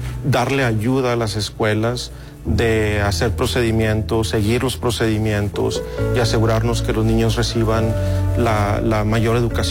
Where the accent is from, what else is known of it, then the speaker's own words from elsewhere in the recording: Zaragoza, Coahuila, Mexico; Pero yo soy originario de Zaragoza, Coahuila. Ahí fui criado. Mi familia es de allí. Tenemos nuestras bases muy sólidas y arraigadas en Zaragoza.